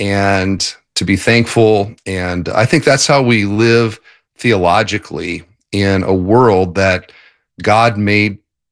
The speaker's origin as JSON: {"language": "English", "town": "Waterloo", "region": "Iowa", "country": "United States", "tie": "born or raised there", "said": "I grew up in Waterloo, Cedar Falls. Oh. My dad was a 40-year John Deere engineer."}